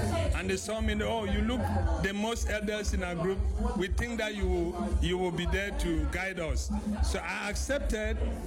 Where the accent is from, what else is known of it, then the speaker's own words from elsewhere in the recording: Cameroon; now in Seychelles; I'm from Cameroon.